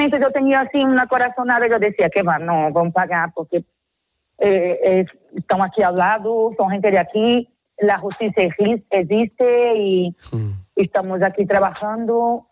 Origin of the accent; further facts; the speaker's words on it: São Luís, Maranhão, Brazil; now in Spain; São Luís es mi pueblo en Brasil.